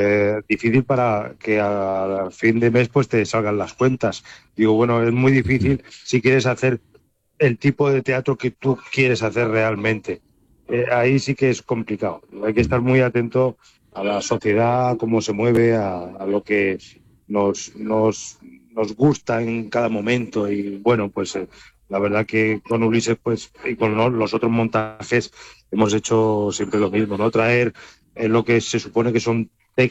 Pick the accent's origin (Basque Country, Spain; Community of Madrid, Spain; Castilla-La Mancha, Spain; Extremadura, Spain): Castilla-La Mancha, Spain; Albacete; Sí, así que, bueno, yo soy de Albacete, que también empieza por Al, y ahí, pues yo creo que entre Almería, Albacete, pues hay una conexión.